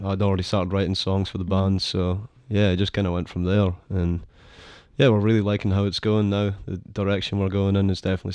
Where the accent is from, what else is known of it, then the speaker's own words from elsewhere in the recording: Scotland, United Kingdom; now in Sydney, Australia; being a Scotsman, growing up on Britpop all my life.